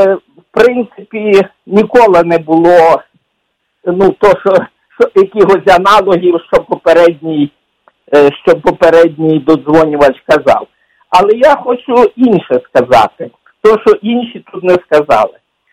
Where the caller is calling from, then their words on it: Kyiv, Ukraine; я з Києва.